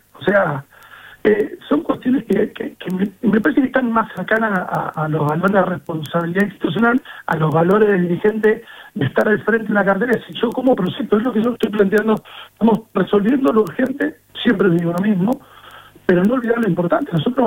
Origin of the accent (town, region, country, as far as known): Pico Truncado, Santa Cruz, Argentina